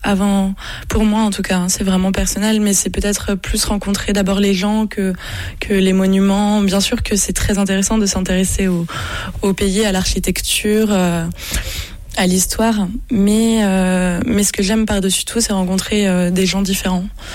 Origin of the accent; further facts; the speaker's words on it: France; en tant que Français en plus, on est très très privilégié